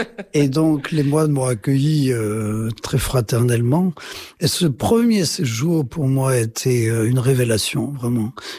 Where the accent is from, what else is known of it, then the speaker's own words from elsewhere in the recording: Nouvelle-Aquitaine, France; born there; Je suis né donc en Limousin, dans une famille qui n'était pas spécialement portée sur les choses de la religion